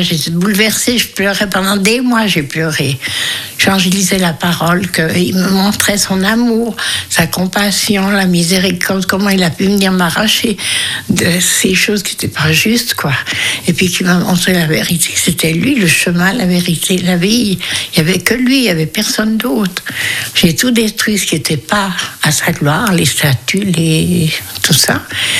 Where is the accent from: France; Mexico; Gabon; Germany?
Germany; French is a second language; now in Switzerland; c'était comme elle savait l'allemand, je suis allemand.